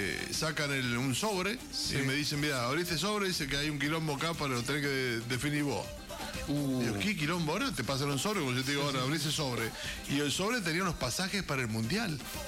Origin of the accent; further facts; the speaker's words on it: Mendoza, Argentina; Le expliqué la situación y digo, mirá, soy periodista de Mendoza, acá tengo los vuelos, tengo los pasajes, yo no sabía que el pasaporte demoraba tanto, vengo de Mendoza, sí.